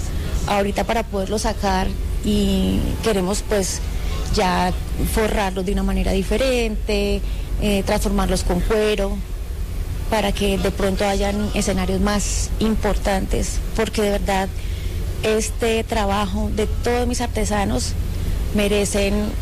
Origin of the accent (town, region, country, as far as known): Colombia